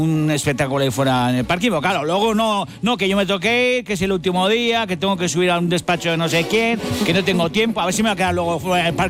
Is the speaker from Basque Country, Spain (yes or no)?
yes; Basque Country, Spain; yo esto lo hago por orgullo, luego por orgullo, porque soy vasco y a mí no me gana ni Bartolo.